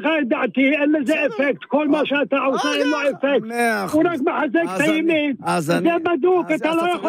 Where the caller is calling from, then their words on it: Northern Israel, Israel; אתה מדבר עם